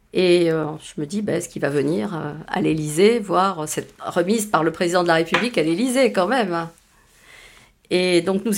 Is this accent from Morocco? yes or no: yes; Morocco; born there; parce que je suis née au Maroc.